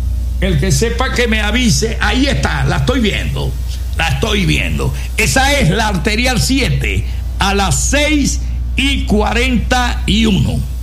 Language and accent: Spanish; Ciudad Ojeda, Zulia, Venezuela; le estoy poniendo a mi pueblo, amigos de órbita, se las narro, a Ciudad Ojeda